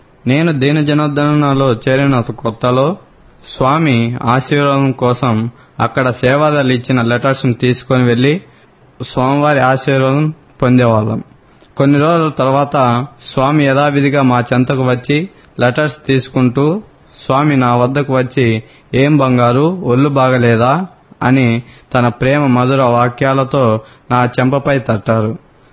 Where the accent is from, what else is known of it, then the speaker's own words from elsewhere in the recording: Siddharamapuram, Andhra Pradesh, India; also born or lived in Puttaparthi / Chittoor; now in Tirupati, India; మాది పుట్టపర్తి పక్క సిద్ధరాంపురం అను చిన్న గ్రామం.